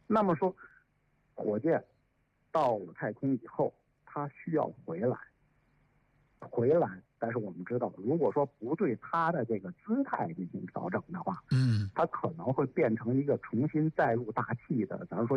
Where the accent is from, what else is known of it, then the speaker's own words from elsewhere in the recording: China; 那我们中国人尝试了第三种技术路径，